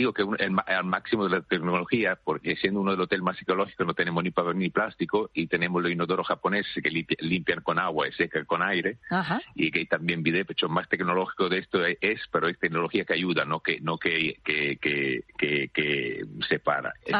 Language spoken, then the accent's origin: Spanish; Italy; Spanish is a second language